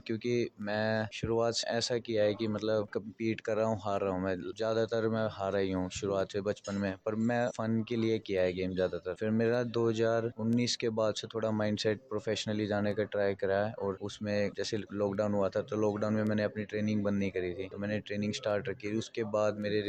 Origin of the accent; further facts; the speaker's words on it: Delhi, India; मैं दिल्ली का रहने वाला हूँ, द्वारका मोड़ से यहाँ रहता हूँ मैं, द्वारका मोड़ पे।